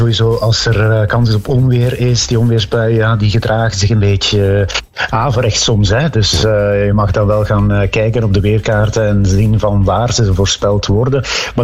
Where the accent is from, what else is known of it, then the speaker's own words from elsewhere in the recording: Ghent, East Flanders, Belgium; Ik ben geboren en getogen in Gent.